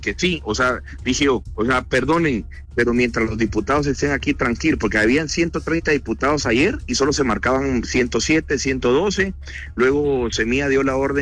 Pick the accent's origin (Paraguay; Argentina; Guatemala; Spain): Guatemala; soy un guatemalteco común y corriente que presta un servicio, que vivo el día a día